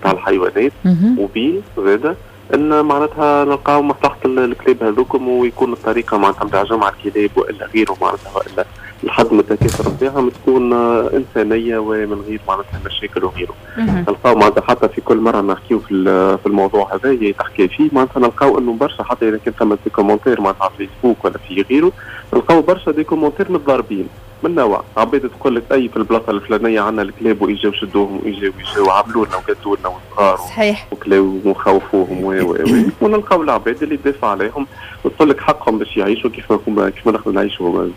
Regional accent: Tunisia; عندنا في تونس

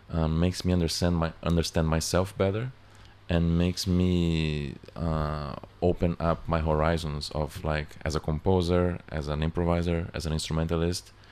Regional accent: Brazil; I'm from Brazil originally.

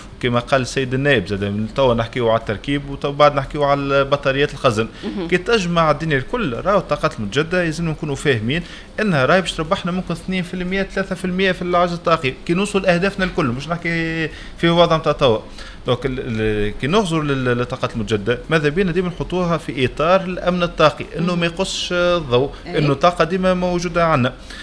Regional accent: Tunisia; نحن في تونس

